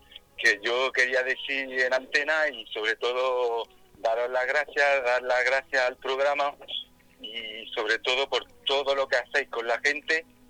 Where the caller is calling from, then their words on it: Paris, Île-de-France, France; yo llamo desde París, Francia.